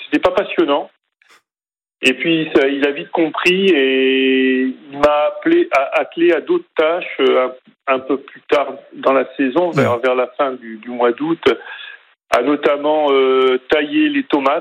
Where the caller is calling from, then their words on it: Grand Est, France; j'habite en Champagne-Ardenne et je suis actuellement en vacances à Erdeven, dans le Morbihan.